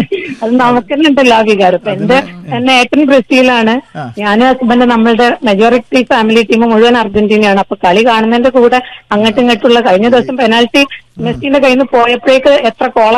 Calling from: Malappuram, Kerala, India; ഞാന് ഒരു അധ്യാപികയാണ്, മലപ്പുറം GPS വലിയോറ ഉള്ള അധ്യാപികയാണ്.

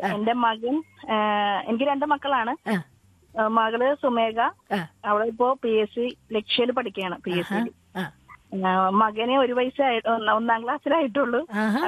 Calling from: Edavanakkad, Kerala, India; Vypin എടവനക്കാടെന്ന്.

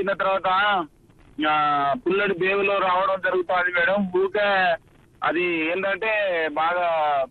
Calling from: Warangal district, Telangana, India; మాది వరంగల్ జిల్లా కొమ్మాల గ్రామం.

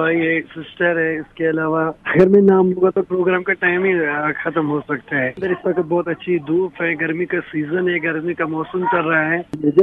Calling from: Budgam district, Jammu and Kashmir, India; जी मैं कश्मीर से बात कर रहा हूँ … डिस्ट्रिक्ट बड़गाम में

